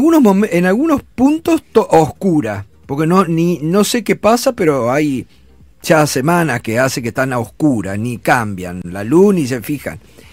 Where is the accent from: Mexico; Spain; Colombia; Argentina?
Argentina; Concepción del Uruguay, Entre Ríos; yo soy de Concepción del Uruguay, más linda.